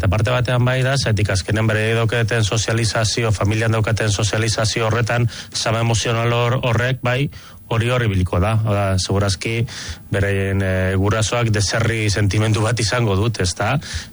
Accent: Basque Country, Spain; ni adibidez ni bakarrik euskaldun sentitzen naiz

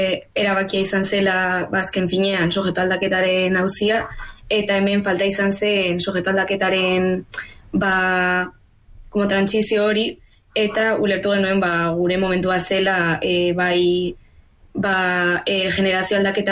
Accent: Tafalla, Navarre, Spain; azken finean Tafallaldekoa gara

